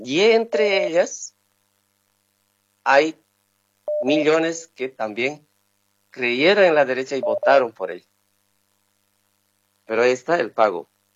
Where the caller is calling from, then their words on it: São Paulo, Brazil; le hablo de San Pablo, Brasil.